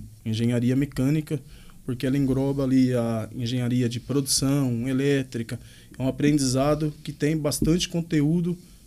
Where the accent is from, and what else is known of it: Monte Alto, São Paulo, Brazil; born or raised there; also born or lived in Nova Resende, Minas Gerais